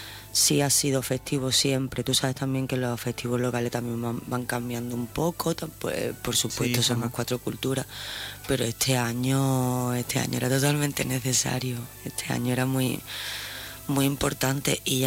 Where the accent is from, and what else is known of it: Ceuta, Spain